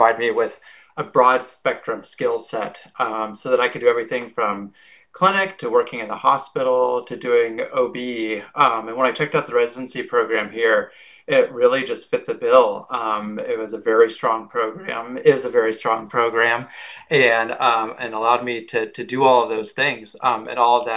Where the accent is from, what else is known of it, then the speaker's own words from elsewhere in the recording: Oregon, United States; I'm originally from Oregon, went to medical school in California